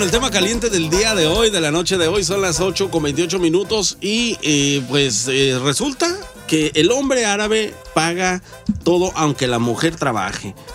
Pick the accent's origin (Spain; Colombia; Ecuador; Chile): Ecuador; yo soy de Ecuador